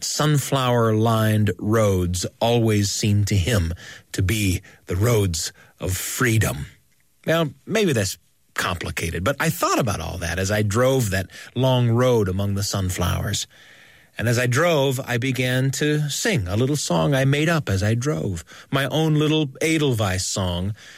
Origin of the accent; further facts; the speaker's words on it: Utah, United States; Well, my hometown is in Utah, in the United States of America.